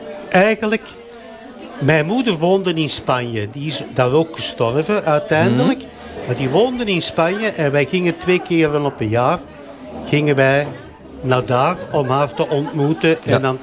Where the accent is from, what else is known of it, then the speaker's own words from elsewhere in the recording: Antwerp, Flanders, Belgium; born there; En ik ben in Antwerpen geboren.